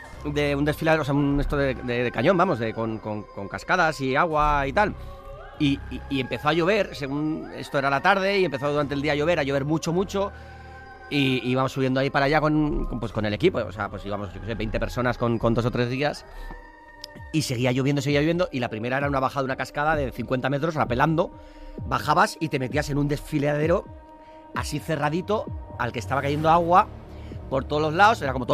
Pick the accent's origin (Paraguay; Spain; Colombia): Spain; San Sebastián, Basque Country